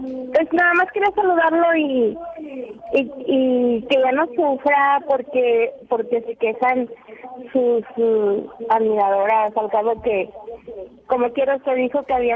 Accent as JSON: {"language": "Spanish", "town": "Monterrey", "region": "Nuevo León", "country": "Mexico", "said": "incluso entre ellas y las que somos de Monterrey, las que no somos de aquí"}